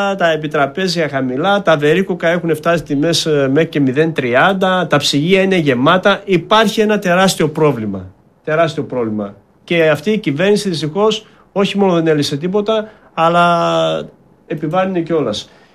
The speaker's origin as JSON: {"language": "Greek", "country": "Greece", "said": "Εμείς οι Έλληνες αγρότες"}